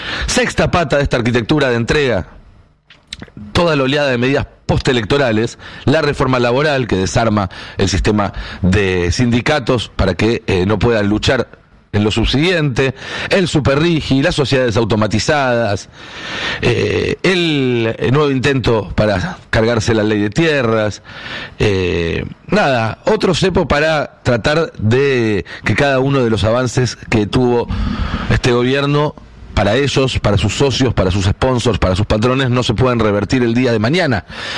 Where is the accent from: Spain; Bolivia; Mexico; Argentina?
Argentina